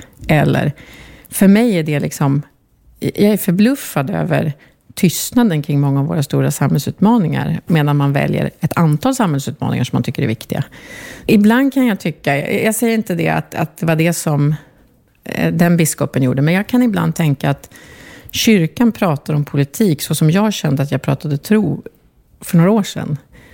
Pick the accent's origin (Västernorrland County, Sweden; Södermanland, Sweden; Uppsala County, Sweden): Södermanland, Sweden; Strängnäs; här i Strängnäs är ju att här känner ju alla mig sen jag var liten. Nej, inte alla, men jag är ju uppvuxen här. Det här är ju liksom min hembygd.